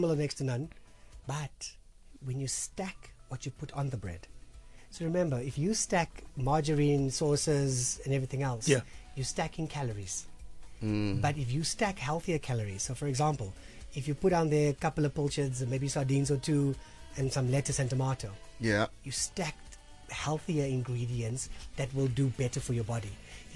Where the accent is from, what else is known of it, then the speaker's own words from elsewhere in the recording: South Africa; grew up in Kasi.